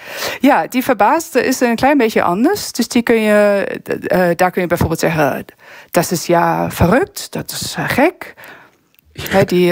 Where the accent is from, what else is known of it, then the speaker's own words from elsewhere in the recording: Germany; Dutch is a second language; als Duitse